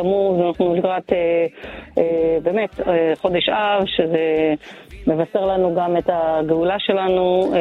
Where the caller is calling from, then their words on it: Haifa, Haifa District, Israel; אנחנו בעיקרון מהעיר חיפה